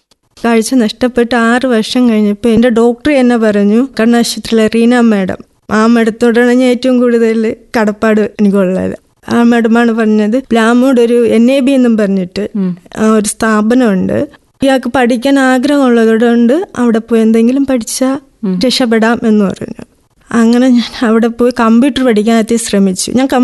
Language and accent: Malayalam; Attingal, Kerala, India; moved away as an adult; now in Perumkadavila, India; സ്വദേശം ആറ്റിങ്ങൽ. വിവാഹം ചെയ്തുകൊണ്ട് വന്നത് പെരുക്കട.